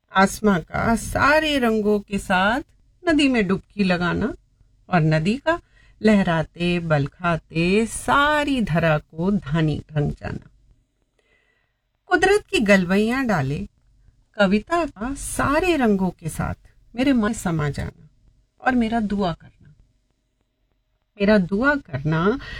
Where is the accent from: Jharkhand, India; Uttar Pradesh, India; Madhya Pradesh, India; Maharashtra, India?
Uttar Pradesh, India; Bareilly; now in Moradabad, India; मैं ओरिजिनली बरेली से हूँ।